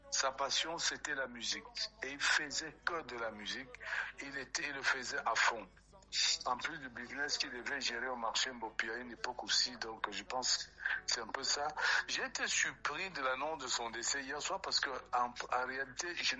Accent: Nkongsamba, Littoral, Cameroon; now in Douala, Cameroon; On a grandi comme ça en Consamba.

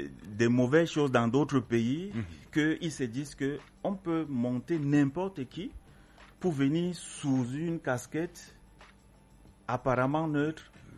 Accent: Cameroon; moi, en tant que Camerounais, je m'assume pleinement

